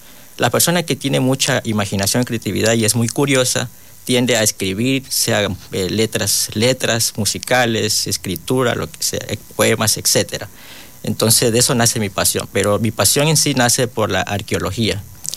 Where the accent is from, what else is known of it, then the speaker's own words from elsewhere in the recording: Lago Agrio, Sucumbíos, Ecuador; born there; Soy nacido aquí en la provincia de Sucumbíos, Cantón Lago Agrio. Nací un 28 de julio del 94. Y aquí me faltan unos poquitos días para cumplir los 32 años. Sí, bueno, como yo soy de aquí, este cantón, mis padres sí son de la costa.